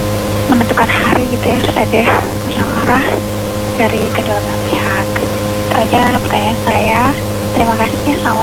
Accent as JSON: {"language": "Indonesian", "region": "Sulawesi", "country": "Indonesia", "said": "Contoh kayak saya orang Sulawesi tapi masih ada biasanya kalau pelamaran itu harus melihat hari yang baik gitu ya."}